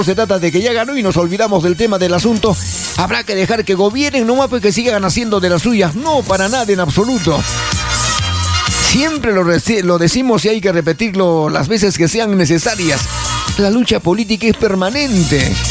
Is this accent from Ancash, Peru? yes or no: no; Arequipa, Peru; ¿Cómo vamos a apostar por gente que ha hecho tanto daño a esta Arequipa nuestra?